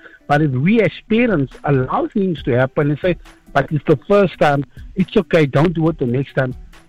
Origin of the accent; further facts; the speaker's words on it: Cape Town, Western Cape, South Africa; I come from the Western Cape. I grew up in Mitchell's Plain and Elsie's River. And I grew up in the notorious, the most dangerous part of South Africa.